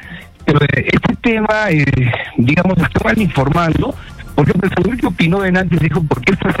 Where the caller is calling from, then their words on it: Puno, Peru; Estoy llamando desde Puno.